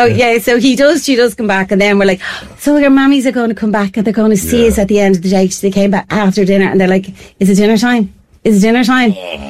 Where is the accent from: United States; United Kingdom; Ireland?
Ireland; As Irish people.